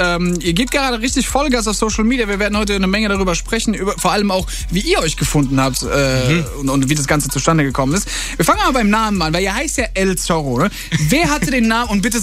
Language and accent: German; Mannheim, Baden-Württemberg, Germany; now in Berlin, Germany; Wir sind 3 Zugezogene jetzt am Tisch. Ich bin aus Mannheim gebürtig